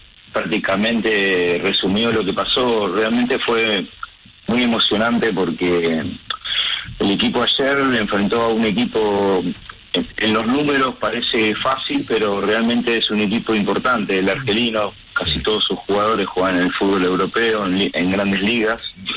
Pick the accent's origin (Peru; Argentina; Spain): Argentina; Viste cómo somos los argentinos, ya está.